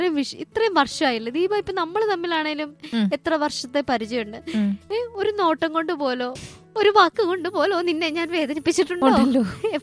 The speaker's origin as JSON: {"language": "Malayalam", "town": "Kadavanthra", "region": "Kerala", "country": "India", "tie": "born or raised there", "said": "എറണാകുളം കടവന്ത്ര സ്വദേശിയാണ്."}